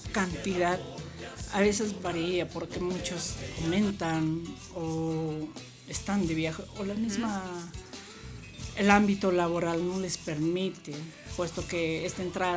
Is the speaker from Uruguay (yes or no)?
no; Bolivia; Disfrutemos como bolivianos